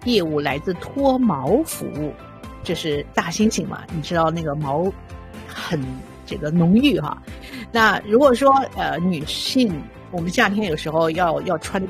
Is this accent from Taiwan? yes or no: no; China; now in Toronto, Canada; 像我们华人朋友回国，我回国的时候也是先落地